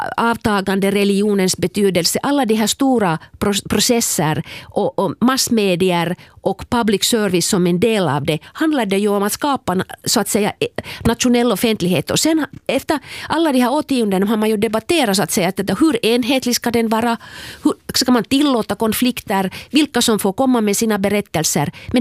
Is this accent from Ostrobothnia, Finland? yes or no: no; Kemi, Lapland, Finland; Själv växte jag upp i Kemi